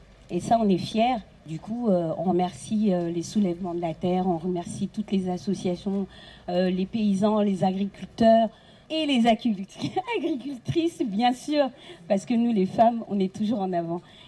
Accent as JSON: {"language": "French", "town": "Saint-Pierre-des-Corps", "region": "Centre-Val de Loire", "country": "France", "said": "je suis de Saint-Pierre-des-Corps, à côté de Tours."}